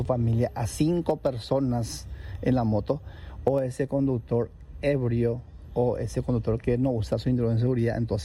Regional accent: Paraguay; sabemos, como paraguayo, ¿verdad?, que se recuerda. Más de 2 millones de paraguayos que van a Cacupé

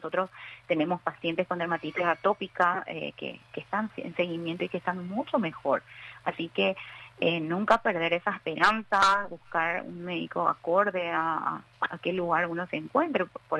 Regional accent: Paraguay; Nosotros somos paraguayos, tenemos calor siempre, así que el hecho de vivir en Paraguay y sudar luego ya es un gatillante, ¿verdad?

